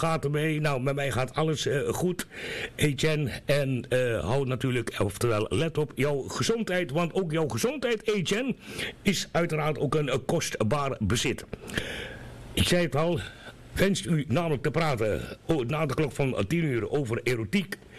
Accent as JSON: {"language": "Dutch", "town": "Rotterdam", "region": "South Holland", "country": "Netherlands", "tie": "born or raised there", "said": "De Rotterdammers, de stad waar ik groot ben gebracht, waar ik ben opgegroeid."}